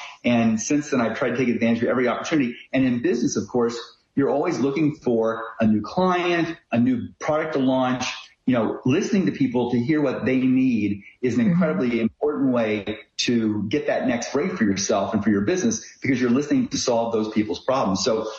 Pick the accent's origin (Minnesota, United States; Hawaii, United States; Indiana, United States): Indiana, United States; I grew up in southern Indiana in a very small town of about 100 people.